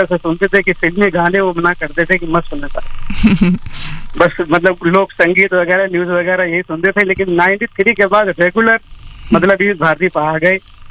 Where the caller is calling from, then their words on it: New Delhi, Delhi, India; मैं वैसे एक्चुअल में पटेल नगर से, जब जॉब करने के लिए न्यू दिल्ली जाते हैं तो वहाँ से।